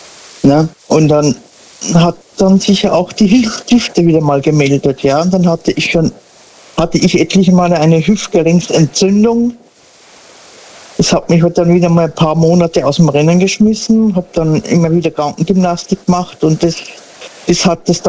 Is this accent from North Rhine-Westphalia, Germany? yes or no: no; Sinsheim, Baden-Württemberg, Germany; Aus der Ecke Sinsheim.